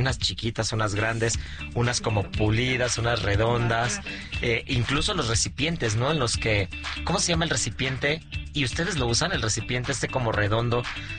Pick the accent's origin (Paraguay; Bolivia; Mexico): Mexico